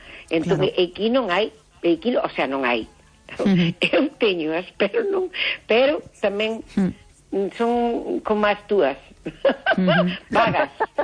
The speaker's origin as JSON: {"language": "Galician", "town": "Freas de Deva", "region": "Galicia", "country": "Spain", "said": "Son de Freas de Deva, un pueblo precioso, precioso."}